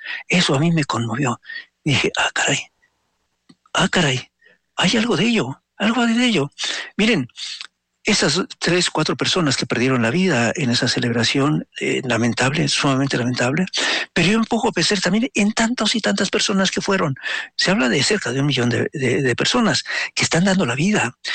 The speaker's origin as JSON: {"language": "Spanish", "country": "Mexico", "said": "que nos haga ver que somos mexicanos."}